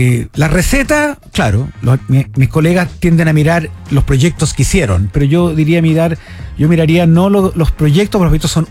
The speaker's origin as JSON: {"language": "Spanish", "town": "Viña del Mar", "region": "Valparaíso", "country": "Chile", "said": "Yo no soy porteño. De hecho, soy viñamarino, estoy al lado"}